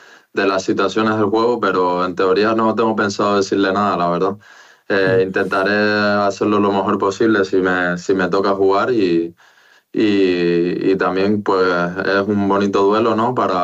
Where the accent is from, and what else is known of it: Spain